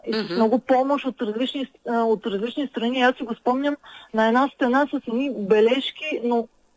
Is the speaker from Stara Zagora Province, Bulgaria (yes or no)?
yes; Kazanlak, Stara Zagora Province, Bulgaria; съм родом от Казанлък.